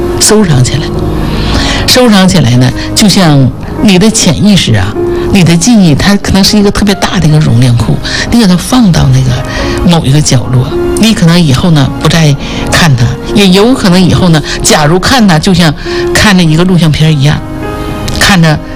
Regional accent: Northeast China, China; 我们东北人叫割了瓣哈

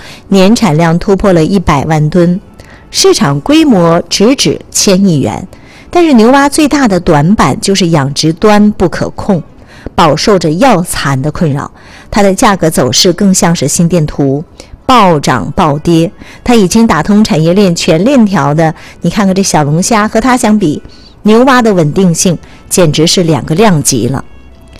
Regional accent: China; 在我们中国人的舌尖上

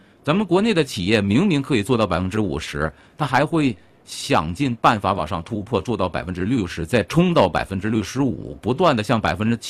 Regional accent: China; 我们中国人

